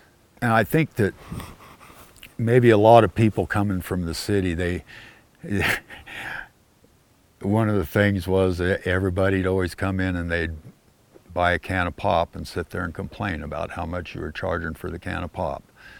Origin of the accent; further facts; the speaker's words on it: Great Plains, United States; now in Montana, United States; when I was growing up in the Plain states, every 5-10 miles there was a little town.